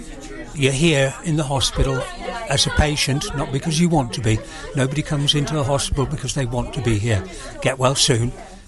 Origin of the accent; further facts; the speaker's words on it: Swansea, Wales, United Kingdom; accent: South Walian; nobody in the world will even begin to know where I'm from my accent. I'm actually South Walian. I come from Swansea. So, yes, I'm actually a Swansea City supporter and Welsh rugby supporter.